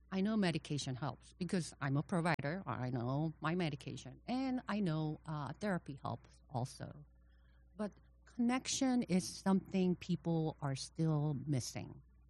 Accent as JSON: {"language": "English", "country": "South Korea", "moved": "as an adult", "lives_now": "United States", "said": "I'm originally from South Korea, and I came to the U.S. Right after high school to attend a college."}